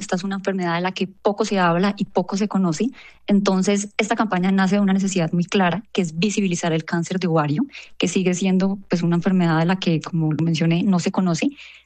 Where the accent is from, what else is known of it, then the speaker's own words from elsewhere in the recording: Cúcuta, Norte de Santander, Colombia; now in Bogotá, Colombia; Bueno, yo soy cucuteña, tengo 29 años, ya estudié acá en Bogotá, en la Universidad Javeriana